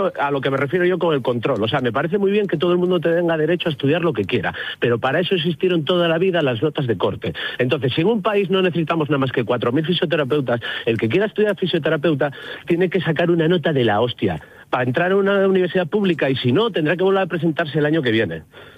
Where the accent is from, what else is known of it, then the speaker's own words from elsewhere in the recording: Spain; yo como contribuyente español adelanto una cantidad de dinero con mis impuestos